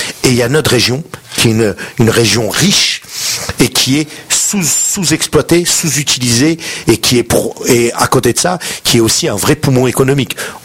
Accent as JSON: {"language": "French", "town": "Paris", "region": "Île-de-France", "country": "France", "said": "quand je me présente à l'étranger, je dis I'm French, je viens de Paris, tu vois. Je dis pas I'm from Oujda."}